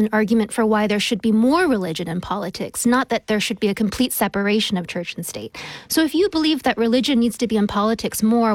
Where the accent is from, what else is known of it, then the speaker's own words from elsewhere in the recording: Connecticut, United States; I'm also from Connecticut.